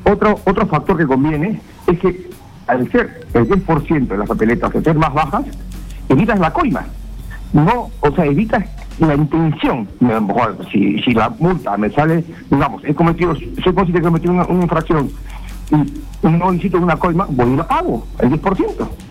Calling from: Ventanilla, Callao, Peru; llamo de la ciudad de Ventanilla, de Callao.

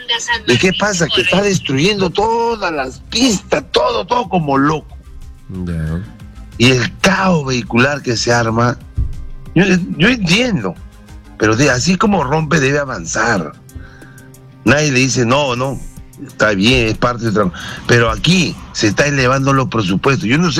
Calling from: Lima, Peru; de Ate Evitarte.

